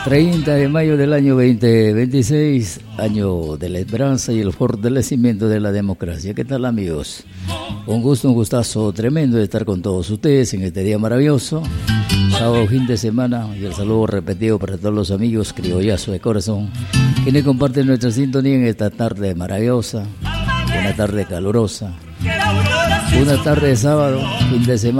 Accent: Peru; Nuestra música peruana tiene fama en todo el mundo y como buenos peruanos, orgullosos de difundir nuestra música, porque donde late un corazón peruano está la patria

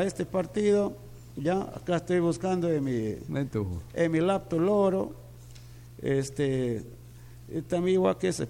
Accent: Spain; como yo soy español, sí, sé pronunciar exactamente

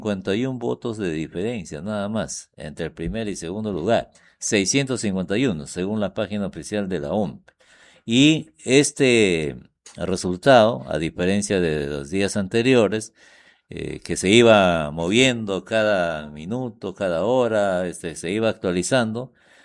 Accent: Peru; pensar como Perú, como peruanos

